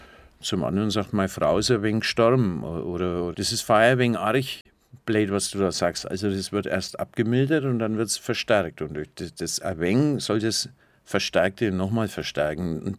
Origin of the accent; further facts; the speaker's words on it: Bavaria, Germany; accent: Franconian; meiner Heimat, meinem Dialekt nicht verweigern und habe gleichzeitig auch Fränkisch gesprochen. Also ich kann im Grunde genommen kann ich beides.